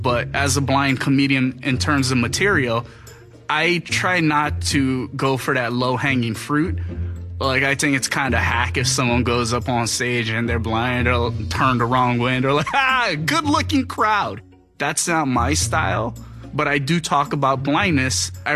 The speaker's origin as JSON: {"language": "English", "town": "Kau", "region": "Hawaii", "country": "United States", "tie": "born or raised there", "lives_now": "Hyde Park, United States", "said": "currently living in Hyde Park, Massachusetts, but I was born and raised on the Big Island of Hawaii in a small town called Kau."}